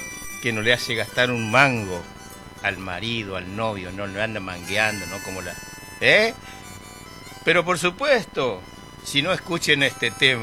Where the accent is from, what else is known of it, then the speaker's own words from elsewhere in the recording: Buenos Aires, Argentina; born there; moved away; yo esto tengo experiencia porque viví muchos años en Buenos Aires, ¿no? Me crié en Buenos Aires.